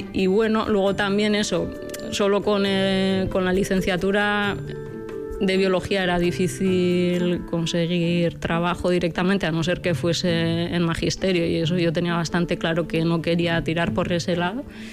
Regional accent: Lesaca, Navarre, Spain; born there; also born or lived in Pamplona; de Lesaca como de Navarra, soy navarra. Además, yo nací en Pamplona, de hecho, hasta los 8 años viví en Pamplona y luego vine a Lesaca.

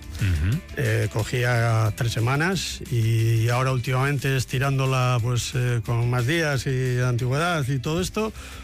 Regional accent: Zarautz, Basque Country, Spain; No, porque soy de Zarautz, entonces claro. Ya desde chaval tenía... Tenía compañeros de Oreo, tenía compañeros de Getaria y también algunos baserritarras de la zona.

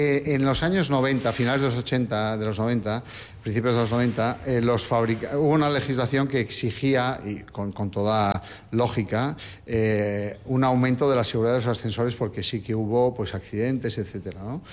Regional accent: Bilbao, Basque Country, Spain; Yo soy de Bilbao, pero defiendo todo lo que hay en San Sebastián.

